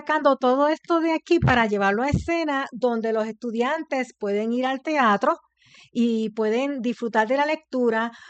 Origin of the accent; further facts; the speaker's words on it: Puerto Rico; Sí, pues somos 6 autoras puertorriqueñas.